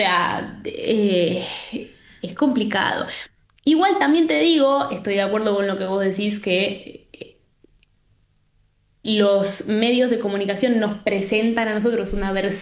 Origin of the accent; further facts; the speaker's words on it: Argentina; moved away as an adult; also born or lived in Buenos Aires / San Marcos Sierra; now in Europe; Yo creciendo en Argentina, no sé cómo será la situación hoy porque hace 3 años que no voy